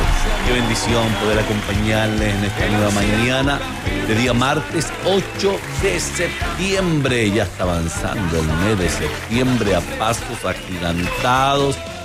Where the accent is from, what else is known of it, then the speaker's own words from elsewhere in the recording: Chile; como chilenos, como que tenemos esa linda costumbre de prepararnos para nuestras fiestas patrias.